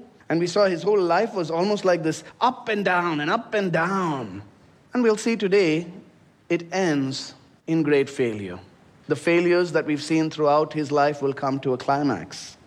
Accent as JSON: {"language": "English", "country": "India", "said": "the so-called father of my home country, India, they call him."}